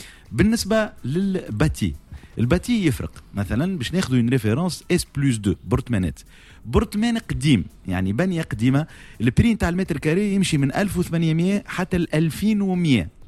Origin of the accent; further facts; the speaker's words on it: Tunisia; انا كمواطن تونسي